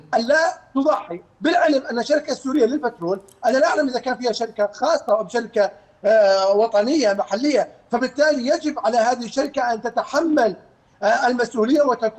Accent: Syria

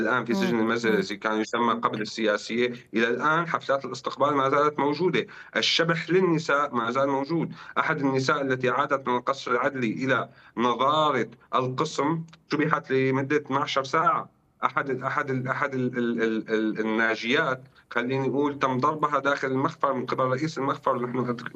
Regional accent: Syria; ولا نرى نحن كسوريين

